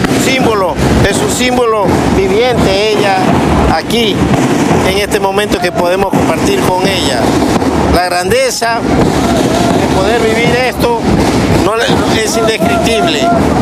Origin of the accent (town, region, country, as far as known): Quevedo, Los Ríos, Ecuador; born there; now in Quito, Ecuador